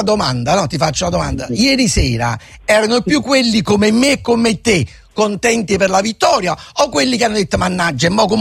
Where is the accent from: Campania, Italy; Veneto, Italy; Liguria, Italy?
Campania, Italy; Naples; lì proprio non ci appartiene come popolo napoletano.